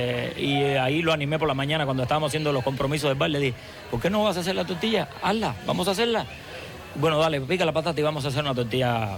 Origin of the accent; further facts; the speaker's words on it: Cuba; moved away as an adult; now in Irun, Spain; Soy cubano, pero vivo al estilo mexicano. Y ya con un 50% de vasco también.